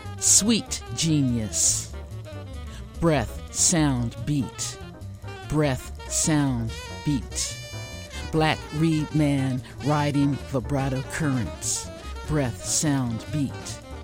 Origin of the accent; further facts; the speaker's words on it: New Jersey, United States; I'm from South Jersey